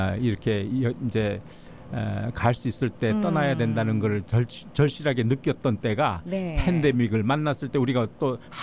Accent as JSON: {"language": "Korean", "country": "South Korea", "moved": "yes", "lives_now": "California, United States"}